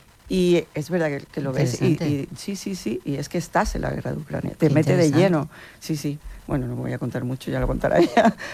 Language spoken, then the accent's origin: Spanish; Conil, Andalusia, Spain; also born or lived in Madrid; Sí, sí, yo soy de Conil.